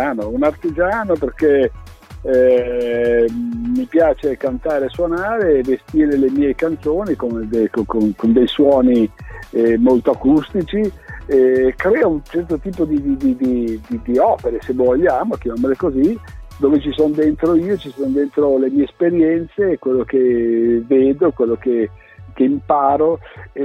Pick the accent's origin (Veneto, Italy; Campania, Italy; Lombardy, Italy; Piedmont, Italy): Lombardy, Italy; born there; nella chiesa del paese dove sono nato, vicino a Como